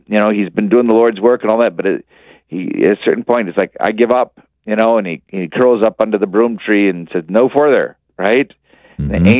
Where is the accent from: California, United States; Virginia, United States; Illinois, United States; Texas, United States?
Texas, United States; I grew up in the Bible Belt in Texas, and so I had a lot of Baptist friends growing up